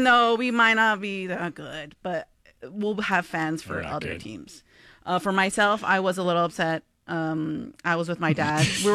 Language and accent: English; United States; Oops, I am American.